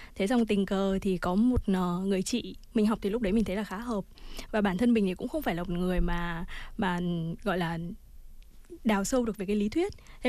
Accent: Haiphong, Vietnam; mình sinh ra lớn lên ở Hải Phòng thì cũng là thành phố cảng và có nhiều cái điểm nó tương đồng với Busan

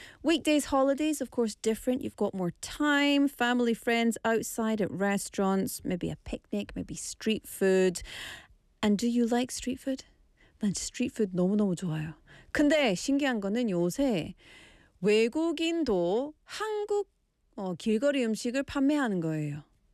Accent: Scotland, United Kingdom; But I think these days, for me personally, as a Scottish person, eating alone was never considered to be strange.

